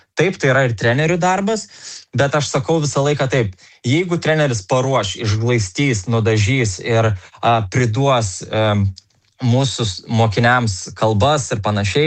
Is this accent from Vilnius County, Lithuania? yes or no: no; Panevėžys, Panevėžys County, Lithuania; Aš pats esu iš Panevėžio